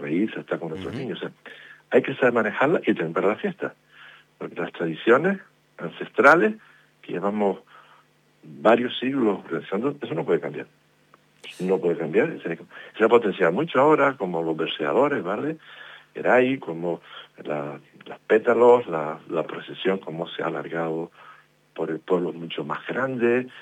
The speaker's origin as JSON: {"language": "Spanish", "region": "Canary Islands", "country": "Spain", "said": "Somos canarios, en este caso somos de terror, tenemos que seguir viviendo, manteniendo nuestras costumbres."}